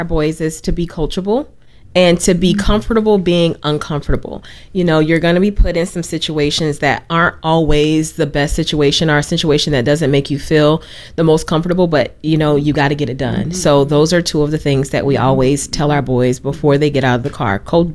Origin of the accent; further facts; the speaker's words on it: Brunswick, Georgia, United States; born there; also born or lived in New Jersey / Florida; I was born in Brunswick, Georgia. I'm a military child, so I have lived a little bit of everywhere. I finished high school in New Jersey.